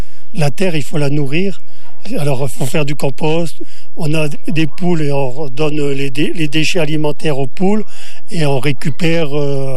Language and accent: French; Hauts-de-France, France; moved away; Bon, moi, je suis d'origine du Pas-de-Calais. Et la culture, elle n'est pas faite pareil. Mais j'ai appris à cultiver ici.